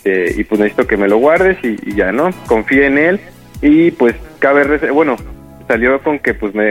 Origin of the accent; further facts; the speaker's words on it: Mexico City, Mexico; moved away as an adult; now in Corona, United States; Soy originado de la Ciudad de México, de ahí de Iztapalapa